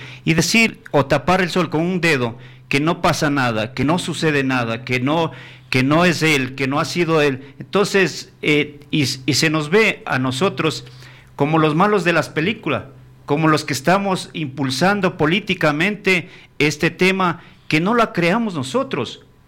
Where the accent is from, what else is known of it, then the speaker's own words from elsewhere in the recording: Penipe, Chimborazo, Ecuador; hoy me he puesto al frente de mi pueblo, de mi parroquia, para defender los recursos que nos corresponde por derecho y por ley.